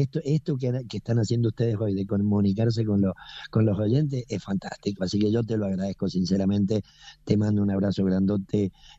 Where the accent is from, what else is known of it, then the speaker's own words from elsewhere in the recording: Uspallata, Mendoza, Argentina; En Uspallata, que es mi pueblo natal, una FM chiquita.